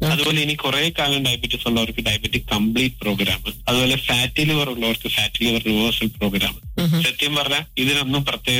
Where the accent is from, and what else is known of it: Kerala, India